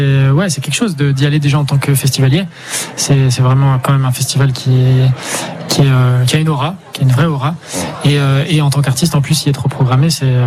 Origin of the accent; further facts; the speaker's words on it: Geneva, Switzerland; born there; Genève. Je suis né à Genève, tout à fait.